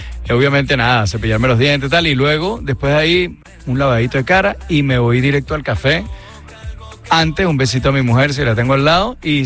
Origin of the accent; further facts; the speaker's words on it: Venezuela; yo me siento muy venezolano, pero de raíces españolas.